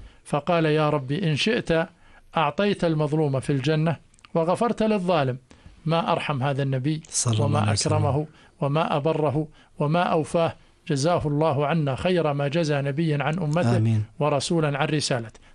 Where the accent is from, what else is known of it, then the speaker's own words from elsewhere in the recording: Jordan; أننا نمثل بلدنا. لما تقول أنا حاج أردني